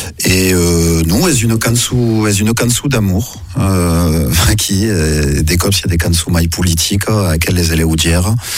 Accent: Provence-Alpes-Côte d'Azur, France; born there; je suis nascut pas loin de Marseille

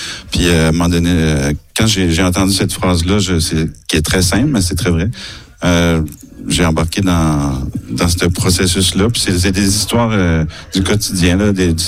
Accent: Pointe-Verte, New Brunswick, Canada; on est une petite famille. Il y en a pas beaucoup de … Acadie. Puis on est tous de Pointe-Verte.

